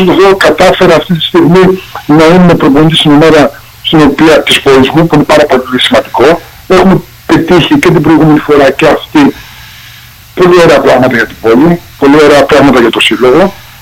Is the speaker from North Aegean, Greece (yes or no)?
no; Karditsa, Thessaly, Greece; εμείς ας πούμε που μεγαλώσαμε στην Καρδίτσα